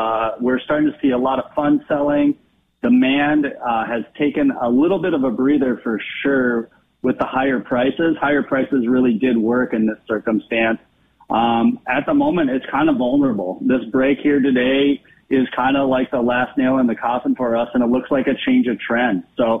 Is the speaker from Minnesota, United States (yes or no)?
yes; Minnesota, United States; I grew up in central Minnesota. I'm currently living in Becker, Minnesota. We're potato farming around here.